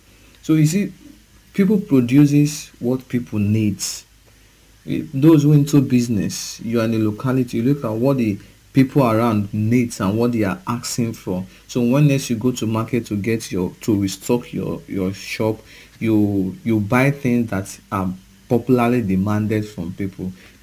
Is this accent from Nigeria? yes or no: yes; Nigeria; as a Nigerian person